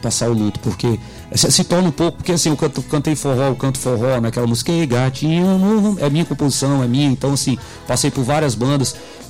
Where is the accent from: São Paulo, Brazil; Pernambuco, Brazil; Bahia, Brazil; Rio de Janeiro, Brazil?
Rio de Janeiro, Brazil; todos nós somos cariocas, né?